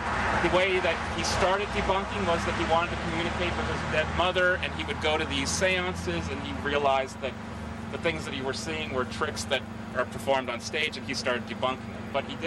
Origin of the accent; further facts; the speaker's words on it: Los Angeles, California, United States; I grew up in Laurel Canyon